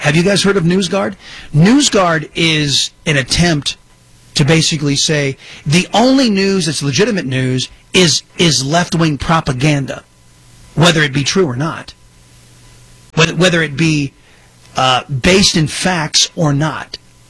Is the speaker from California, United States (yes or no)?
yes; San Diego, California, United States; moved away; I used to live out in San Diego. I was born and raised in San Diego.